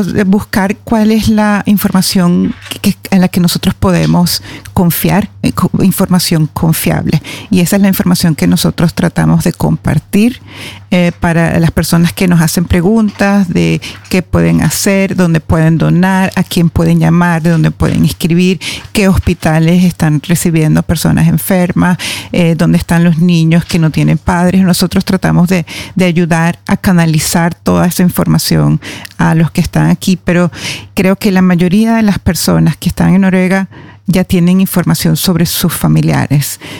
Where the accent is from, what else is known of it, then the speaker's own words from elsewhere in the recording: Venezuela; now in Norway; la mayoría de los venezolanos